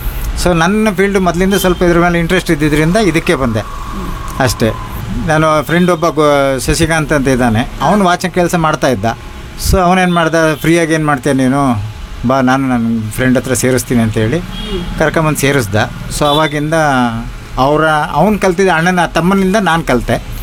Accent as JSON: {"language": "Kannada", "town": "Shivamogga", "region": "Karnataka", "country": "India", "tie": "born or raised there", "said": "ಇಲ್ಲೇ ಶಿವಮೊಗ್ಗದಲ್ಲೇ ನಾನು ಹುಟ್ಟಿದ್ದು. ನನ್ನ ವಿದ್ಯಾಭ್ಯಾಸ ಎಲ್ಲ ಶಿವಮೊಗ್ಗನೇ"}